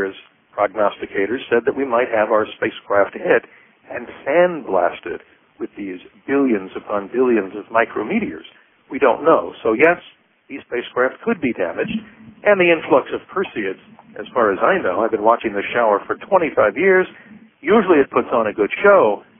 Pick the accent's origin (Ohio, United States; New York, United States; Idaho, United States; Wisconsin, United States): New York, United States; now in Phoenix, United States; growing up in the New York area, Hilly, I really had a lot of light pollution to contend